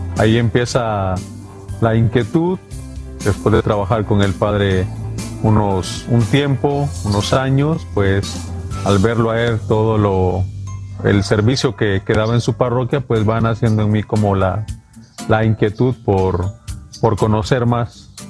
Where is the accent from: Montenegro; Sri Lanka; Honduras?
Honduras; now in Mexico; Nunca entré a una iglesia católica en mi país, Todo esto lo hice aquí en México, donde nace mi fe, digamos, católica